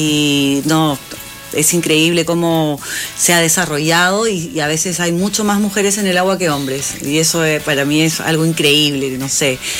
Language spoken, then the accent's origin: Spanish; Lima, Peru; moved away as an adult; now in La Serena, Chile; Soy de Lima.